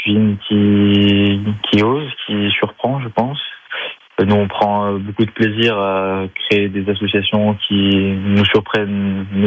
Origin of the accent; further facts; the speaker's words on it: Auvergne-Rhône-Alpes, France; Alors nous, on est originaire de la Haute-Loire, de Saint-Germain-le-Mont, donc on est à 20 minutes, c'est à côté.